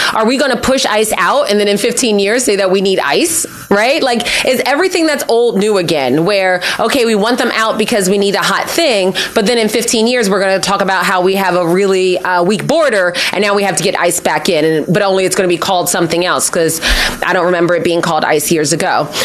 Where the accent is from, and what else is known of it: Philadelphia, Pennsylvania, United States; born or raised there